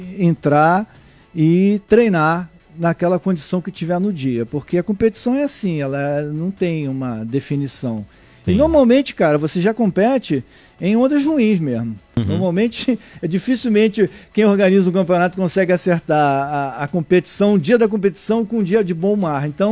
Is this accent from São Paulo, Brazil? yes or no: no; Niterói, Rio de Janeiro, Brazil; also born or lived in Salvador; eu nasci em Salvador, Bahia, fui criado em Niterói e no Rio de Janeiro.